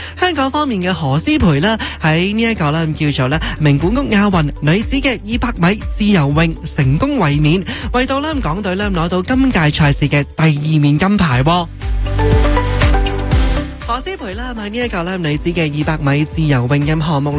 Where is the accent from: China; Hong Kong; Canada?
Canada